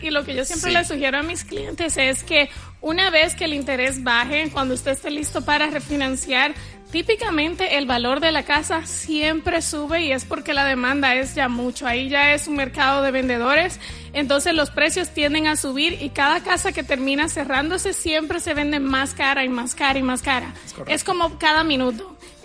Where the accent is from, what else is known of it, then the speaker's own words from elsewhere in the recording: Dominican Republic; Así somos los dominicanos.